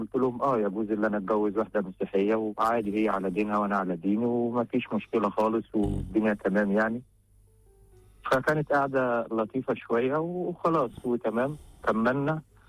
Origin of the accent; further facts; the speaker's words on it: Egypt; في الأول هي كانت متوترة عشان أنا مصري وهي كانت يونانية